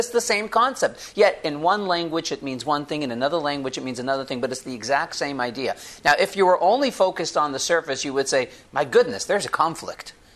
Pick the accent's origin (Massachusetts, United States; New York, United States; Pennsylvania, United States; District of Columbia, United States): Massachusetts, United States; Boston; I'm from Boston.